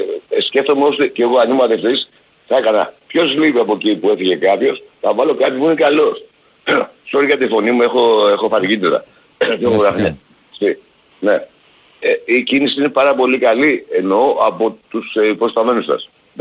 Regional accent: Aigio, Western Greece, Greece; Με θυμάσαι ποιος είμαι εγώ από το Αίγιο, έτσι?

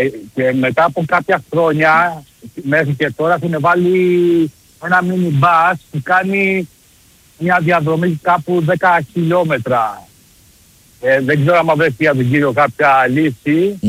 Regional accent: Western Greece, Greece; born there; now in Ymittos, Greece; εγώ στην ιδιαίτερη πατρίδα μου, στον νομό Ηλίας

